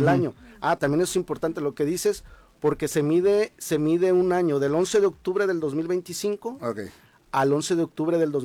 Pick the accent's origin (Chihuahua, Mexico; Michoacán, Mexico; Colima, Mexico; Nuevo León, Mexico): Colima, Mexico; Yo así lo hacía en mi niñez, yo vivía en el Diezmo